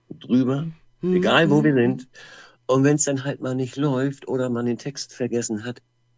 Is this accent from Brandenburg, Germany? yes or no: no; Hamburg, Germany; Ich komme tatsächlich auch aus Hamburg.